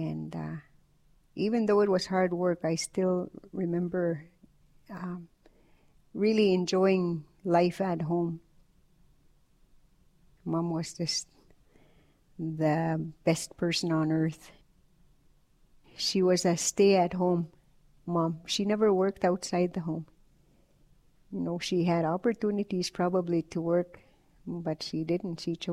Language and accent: English; Goodfish Lake Reserve, Alberta, Canada; I'm from the Goodfish Lake Reserve in Alberta. I'm a Cree person, and I was born to a family of 8 children, along with mom and dad, and we lived in a log house